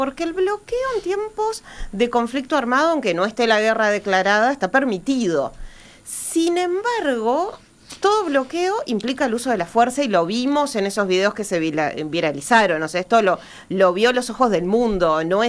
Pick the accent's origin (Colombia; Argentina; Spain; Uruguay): Uruguay; a nosotros, como uruguayos